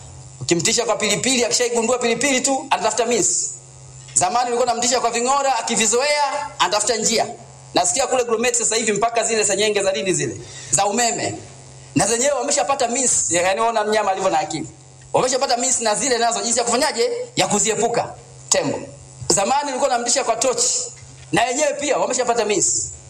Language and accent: Swahili; Tunduru, Ruvuma, Tanzania; now in Bunda, Tanzania; Hata Tunduru nako sisi kwetu ni hivyo hivyo.